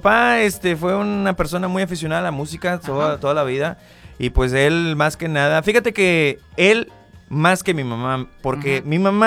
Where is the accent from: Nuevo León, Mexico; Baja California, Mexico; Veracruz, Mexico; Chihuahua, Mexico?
Veracruz, Mexico; Nosotros somos de Veracruz.